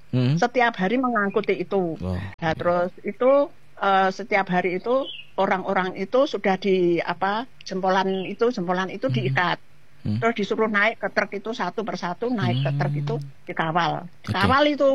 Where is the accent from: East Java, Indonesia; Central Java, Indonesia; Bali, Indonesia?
East Java, Indonesia; born there